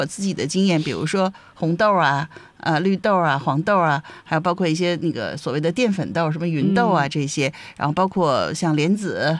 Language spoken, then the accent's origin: Chinese; northern China, China; 因为我作为一个北方人哈，我是比较喜欢生着吃菜的